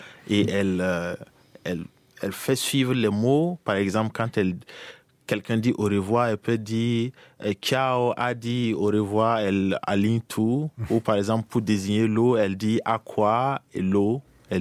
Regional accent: Burkina Faso; first language Mooré; French is a second language; moved away as an adult; also born or lived in Ouagadougou / Boutenga; now in Luxembourg; moi, même en tant que Burkinabé à Ouaga, j'ai fait mes études dans les capitales et dans les provinces.

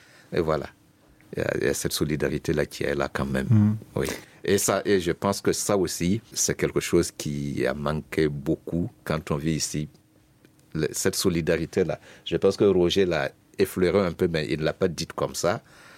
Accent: Zorgho, Plateau-Central, Burkina Faso; Chez moi, à Zorgho, on ne mange pas ceci. Je donne un exemple simple. Moi, je suis de Zorgho

